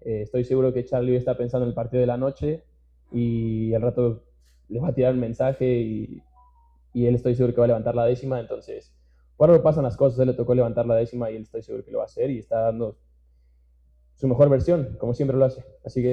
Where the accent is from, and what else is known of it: Mexico